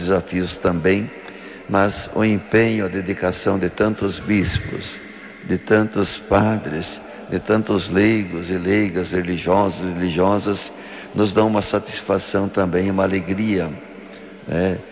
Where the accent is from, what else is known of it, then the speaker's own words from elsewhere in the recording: Brazil; somos como brasileiros e brasileiras nesta terra de Santa Cruz